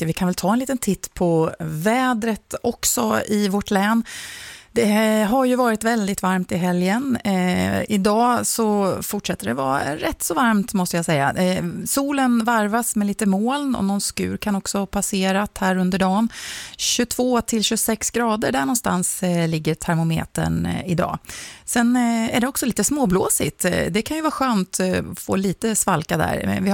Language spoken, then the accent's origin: Swedish; Östergötland, Sweden; born there; mitt hemland är Östergötland.